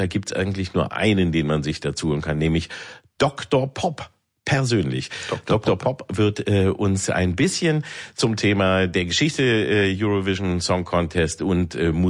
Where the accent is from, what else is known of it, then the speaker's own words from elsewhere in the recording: Peine, Lower Saxony, Germany; Das ist, genau, ich bin im Peine aufgewachsen